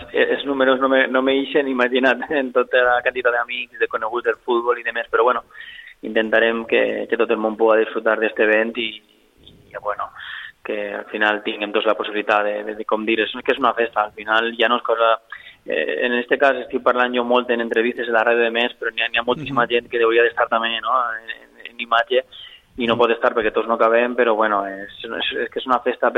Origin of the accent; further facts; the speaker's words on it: Cullera, Valencian Community, Spain; jo evidentment conec molt el Tavernes perquè soc de Cullera i estic propet